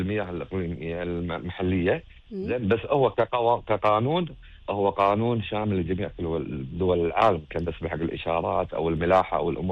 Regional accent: Kuwait; احنا نحب البحر ككويتيين.

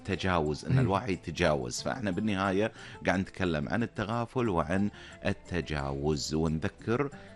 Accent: Kuwait; accent: Kuwaiti; مثل ما نقول بلهجتنا الكويتية.

